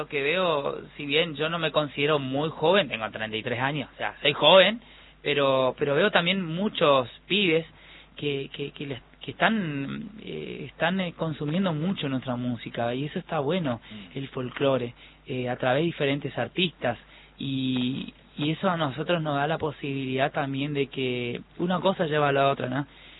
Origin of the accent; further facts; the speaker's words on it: Litoral, Argentina; Antes todos somos argentinos, somos en este caso del litoral